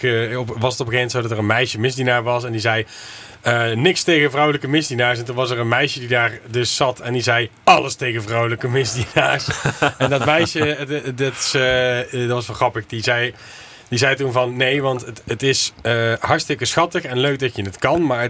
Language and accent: Dutch; Heeze, North Brabant, Netherlands; Want wij hadden toen de tijd, bij ons in Hezen, hadden wij een club van 60 misdienaars. Dat was de grootste van Nederland.